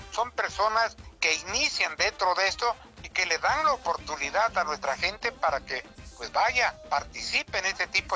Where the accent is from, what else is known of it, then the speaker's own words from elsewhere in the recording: Tlaxiaco, Oaxaca, Mexico; Sabe que yo soy de Tlaxiaco